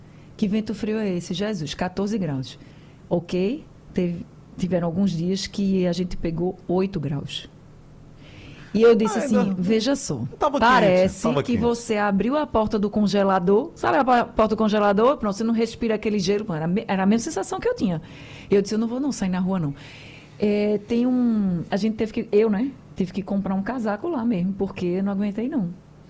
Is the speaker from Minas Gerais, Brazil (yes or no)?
no; Recife, Pernambuco, Brazil; E eu sou do Ibura